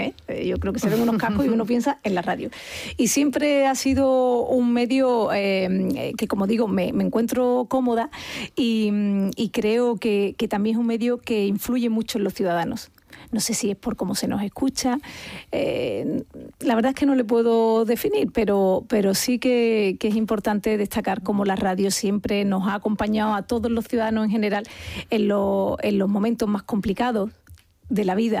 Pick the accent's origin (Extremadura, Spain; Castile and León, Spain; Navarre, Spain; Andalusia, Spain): Andalusia, Spain; Y por tanto el narcotráfico a mí me preocupa como andaluza que soy.